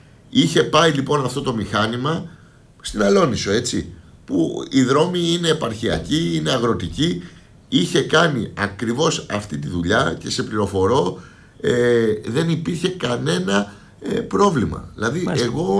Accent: Nea Filadelfeia, Attica, Greece; Εγώ εκεί γεννήθηκα. Εκεί πήγαινα σχολείο. Εκεί είχα την επαγγελματική μου δραστηριότητα.

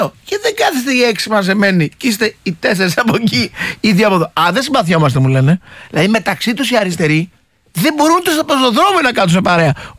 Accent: Kastoria, Western Macedonia, Greece; Εγώ είμαι πολύ χαρούμενος γιατί εγώ είμαι από την Καστοριά. Εγώ είμαι την Κλεισούρα.

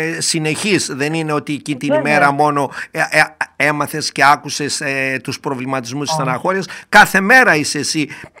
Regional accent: Doirani, Central Macedonia, Greece; είμαι από τη Δοϊράνη του νομού Κιλκής

